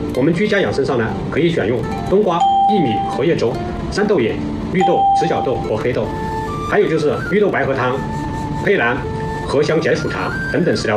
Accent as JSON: {"language": "Chinese", "region": "Sichuan", "country": "China", "said": "我们四川人要切记"}